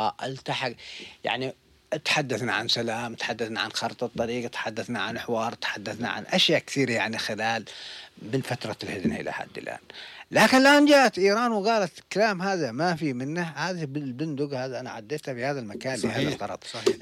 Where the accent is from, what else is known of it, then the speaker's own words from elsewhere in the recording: Yemen; نحن وجها لوجه مع إيران كيمنيين